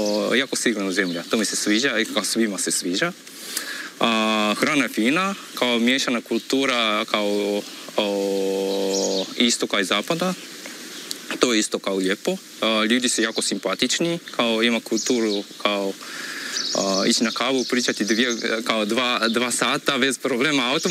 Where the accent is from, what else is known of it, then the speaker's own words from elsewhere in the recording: Japan; Croatian is a second language; moved away as an adult; now in Croatia; mi jako čuvamo kulturu. Tako da mi imamo visoku tehnologiju, mi imamo kao dobru ekonomiju, općenito, ali kao uvijek čuvajući kulturu.